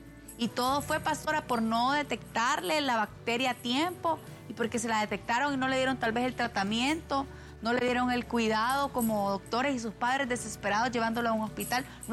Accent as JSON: {"language": "Spanish", "country": "Honduras", "said": "hablo de Honduras porque aquí estamos nosotros"}